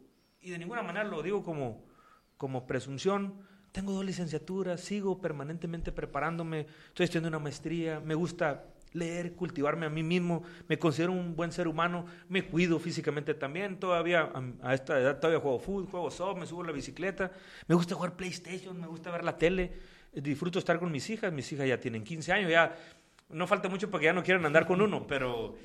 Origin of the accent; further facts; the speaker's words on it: La Reforma, Sinaloa, Mexico; moved away as an adult; now in Culiacán, Mexico; yo estoy muy orgulloso de haber nacido y crecido en la Reforma. Y ahí viví hasta mis 18 años, que fue cuando terminé la prepa. Ya luego me mudé a Culiacán, ahí me puse a estudiar, ahí vinieron luego mis hijas, ya me quedé en Culiacán.